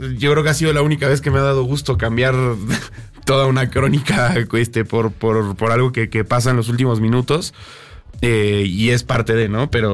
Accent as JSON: {"language": "Spanish", "country": "Argentina", "said": "Como argentino, es el primer partido que yo veo de mi selección, digamos."}